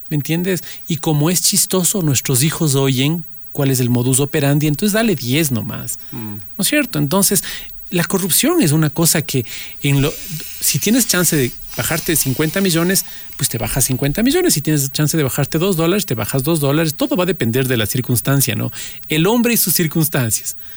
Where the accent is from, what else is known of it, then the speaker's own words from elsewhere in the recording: Quito, Pichincha, Ecuador; Yo, quiteño de bien, olvídate, yo soy quiteño de mal.